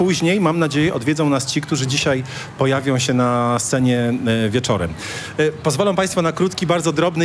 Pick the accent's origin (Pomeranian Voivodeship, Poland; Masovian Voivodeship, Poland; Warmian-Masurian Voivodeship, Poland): Warmian-Masurian Voivodeship, Poland; Ełk; moved away; Ełk jest moim miejscem, gdzie spędziłem swoje dzieciństwo